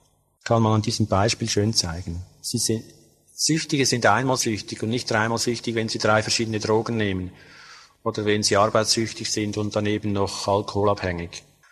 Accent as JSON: {"language": "German", "country": "Switzerland", "said": "Zum Teil gibt es bei uns in der Schweiz, weil wir so methadonfreudig sind, schon bereits 40-, 50-jährige Methadonabhängige"}